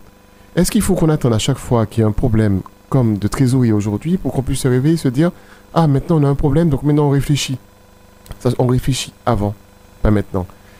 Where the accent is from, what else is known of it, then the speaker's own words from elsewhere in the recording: Martinique; je suis en Martinique. Mm-hmm. Je suis martiniquais.